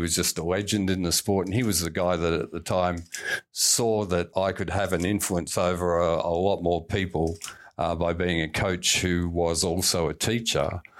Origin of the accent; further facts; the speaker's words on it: Australia; born there; we didn't really play it as Australian kids.